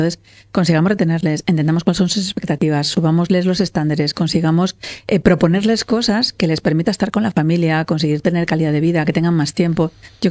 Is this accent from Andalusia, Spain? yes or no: no; Valladolid, Castile and León, Spain; por eso yo quiero traerlo a Valladolid. A mí me gusta mucho mi tierra, me gusta mucho poder estar aquí, la gente que somos de aquí